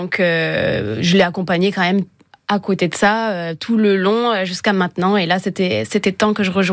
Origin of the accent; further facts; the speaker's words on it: Bourgogne-Franche-Comté, France; moi, je viens de Bourgogne